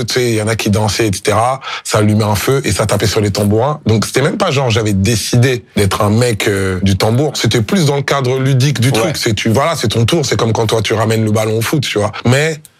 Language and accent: French; Kinshasa, DR Congo; Je suis né et j'ai grandi à Kinshasa, qui est une ville extrêmement musicale, où on entend de la musique à tous les coins de rue, c'est pas un cliché.